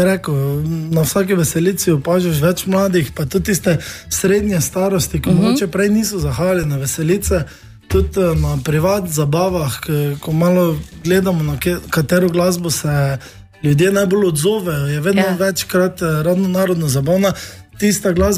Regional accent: Šentilj, Drava, Slovenia; prihajamo iz Šentilja v Slovenskih goricah, tako da iz osrčja Slovenskih goric.

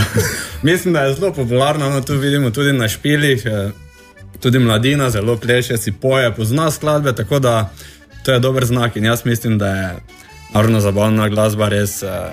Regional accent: Zagojiči, Drava, Slovenia; prihajamo iz Zagojič, občina Gorišnica, to je blizu Ptuja.

